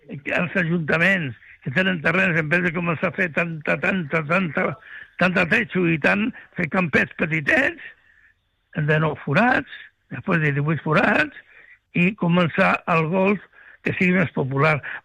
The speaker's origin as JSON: {"language": "Catalan", "town": "Sitges", "region": "Catalonia", "country": "Spain", "tie": "born there", "said": "Però jo he nascut a Sitges"}